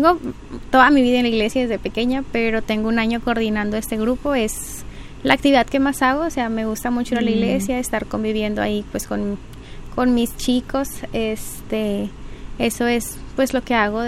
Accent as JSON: {"language": "Spanish", "town": "Múzquiz", "region": "Coahuila", "country": "Mexico", "tie": "born or raised there", "said": "Bueno, yo nací aquí en Musquis, Siempre he vivido aquí en este bello municipio de Musquis."}